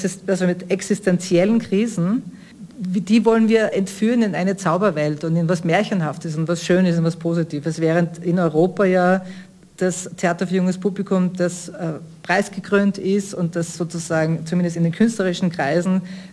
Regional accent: Schladming, Styria, Austria; born there

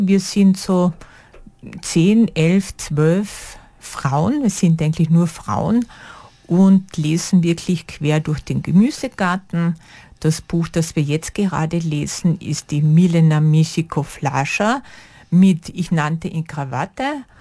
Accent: Carinthia, Austria; now in Vienna, Austria; Ich bin gebürtige Kärntnerin. Mein Lebensmittelpunkt ist in Wien und seit einiger Zeit bin ich auch sehr oft in Gröbming

